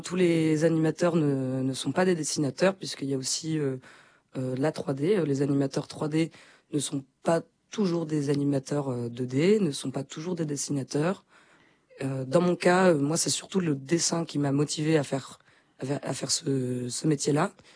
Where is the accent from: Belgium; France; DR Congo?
Belgium; je viens de Belgique.